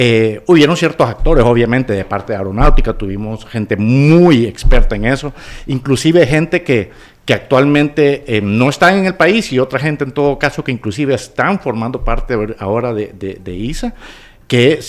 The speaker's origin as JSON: {"language": "Spanish", "country": "Honduras", "said": "Créanme que si nosotros no hubiéramos sentado sin ninguna voluntad como hondureños para poder hacer las cosas, nada hubiera pasado."}